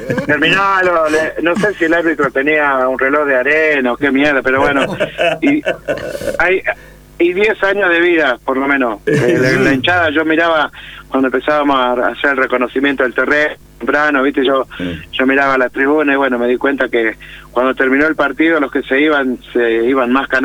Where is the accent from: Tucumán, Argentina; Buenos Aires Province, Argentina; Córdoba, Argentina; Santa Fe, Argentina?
Santa Fe, Argentina; yo escucho Cadena O toda la mañana cuando me levanto, porque soy santafesino y que me interesa saber todo lo que pasa en la bota.